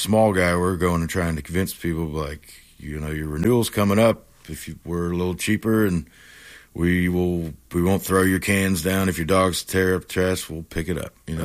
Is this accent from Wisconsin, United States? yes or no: no; Missouri, United States; born there; came back to Missouri